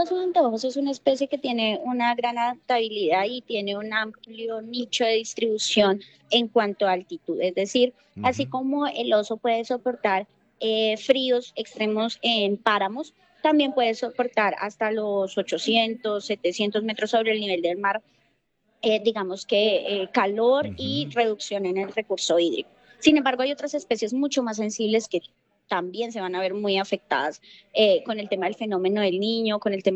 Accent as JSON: {"language": "Spanish", "region": "Huila", "country": "Colombia", "said": "muy orgullosos como huilenses y como como colombianos"}